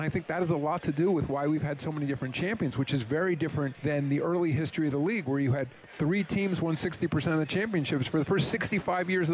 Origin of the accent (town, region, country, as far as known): New York, United States